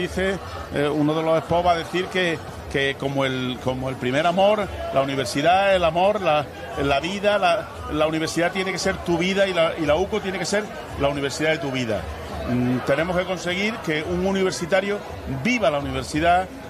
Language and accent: Spanish; Cardeña, Andalusia, Spain; también al ser de un pueblo pequeño, la única diversión, yo soy de Cardeña